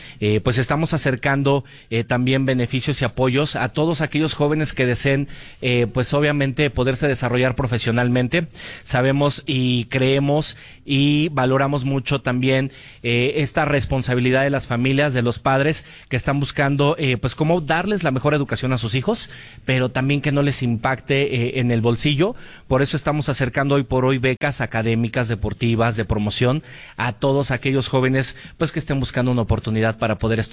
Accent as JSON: {"language": "Spanish", "region": "Puebla", "country": "Mexico", "said": "es importante que estemos como poblanos sumados en las mismas causas"}